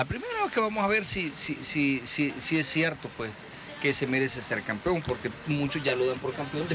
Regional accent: El Salvador; nosotros como salvadoreños

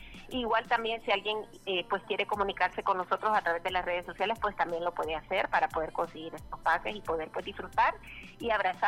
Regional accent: El Salvador

